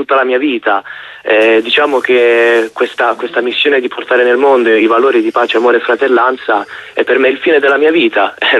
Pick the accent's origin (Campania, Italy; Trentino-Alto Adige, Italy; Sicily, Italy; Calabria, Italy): Sicily, Italy; moved away; io sono siciliano in realtà